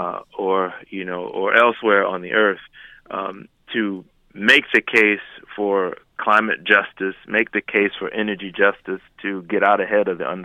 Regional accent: Detroit, Michigan, United States; in the great city of Detroit, my hometown, and around the country and around the world.

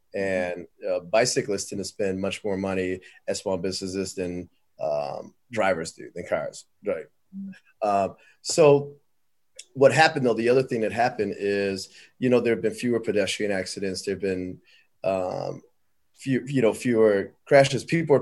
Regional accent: Detroit, Michigan, United States; I'm from Detroit, you know, myself, you know, and so, you know, I can't imagine them putting a bike lane on 7 Mile, for instance. I mean, you know, this is where I live, right?

